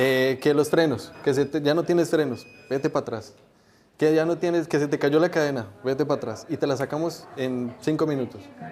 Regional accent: Colombia; moved away as an adult; now in Germany; Nosotros como colombianos

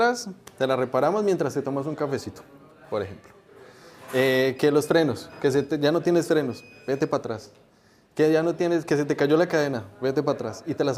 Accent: Colombia; now in Germany; Nosotros como colombianos siempre tenemos en miras Europa y sobre todo Alemania.

